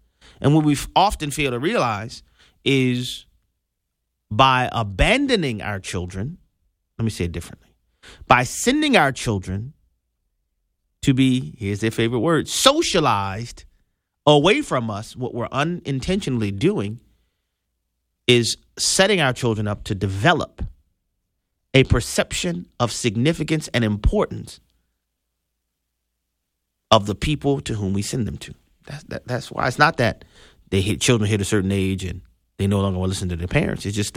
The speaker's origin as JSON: {"language": "English", "town": "New Orleans", "region": "Louisiana", "country": "United States", "tie": "born or raised there", "said": "I'll use my hometown. If you live in New Orleans"}